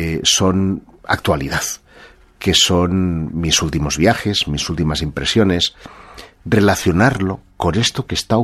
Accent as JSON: {"language": "Spanish", "town": "Terrassa", "region": "Catalonia", "country": "Spain", "tie": "born or raised there", "said": "Mi ciudad natal."}